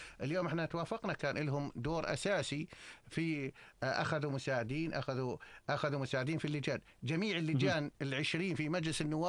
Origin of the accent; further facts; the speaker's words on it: Jordan; تعرف أنه أن إحنا نشمية أردنية من حزب الأمة بتمثل المملكة الأردنية